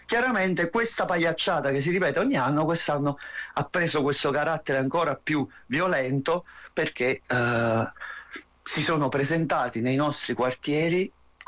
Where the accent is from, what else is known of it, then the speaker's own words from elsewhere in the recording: Salerno, Campania, Italy; noi siamo tutti di Salerno